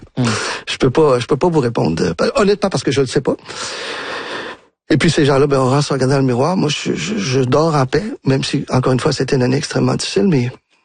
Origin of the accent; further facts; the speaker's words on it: Quebec, Canada; Moi, je suis un Québécois, profondément Québécois et nationaliste, mais j'ai sillonné le Canada plus d'une fois